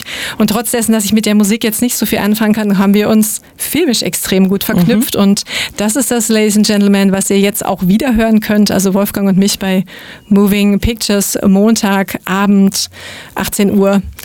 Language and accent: German; Schwäbisch Hall, Baden-Württemberg, Germany; born there; moved away; ich bin gebürtige Schwäbisch-Hallerin